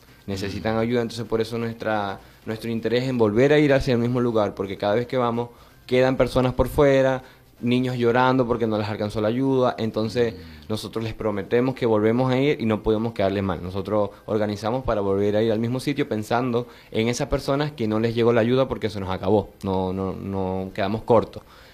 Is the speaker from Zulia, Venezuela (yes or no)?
yes; El Moján, Zulia, Venezuela; moved away; Yo soy del Mohán